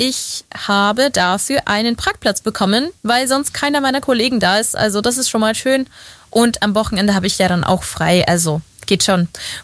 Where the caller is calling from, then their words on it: Dachau, Bavaria, Germany; Ich komme aus Dachau